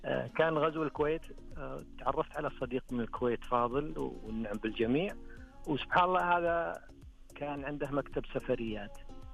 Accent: Saudi Arabia; احنا هنيالنا بالسعودية، هنيالنا بالخليج

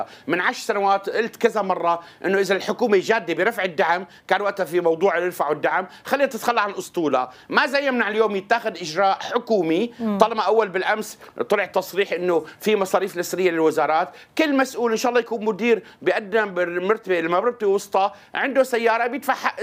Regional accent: Syria; هلا هذا الشيء بيؤدي إنه أنا كمواطن سوري عم أشعر بقلق

